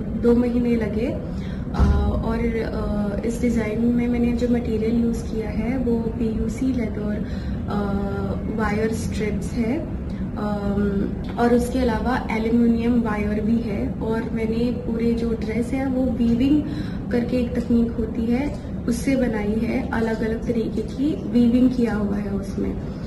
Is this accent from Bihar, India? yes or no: no; Dhanbad, Jharkhand, India; मैं भी धनबाद से हूँ।